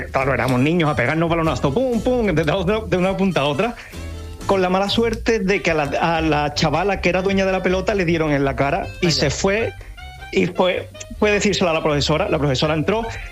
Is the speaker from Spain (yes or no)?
yes; Seville, Andalusia, Spain; now in Valencia, Spain; Yo soy de Sevilla. Sí. Y esta anécdota pasó en Sevilla.